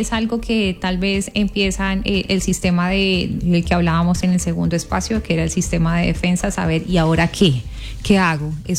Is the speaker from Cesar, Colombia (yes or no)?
no; Cali, Valle del Cauca, Colombia; Soy una caleña amando mi ciudad, amando mi Colombia